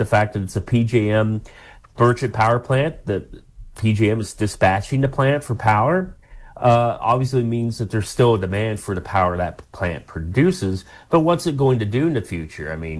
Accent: Pleasants County, West Virginia, United States; I'm from Pleasants County.

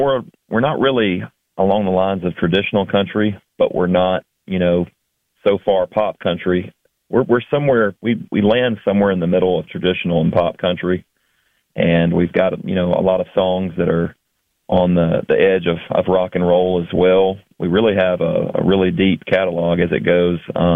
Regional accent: Alabama, United States; I was from South Alabama.

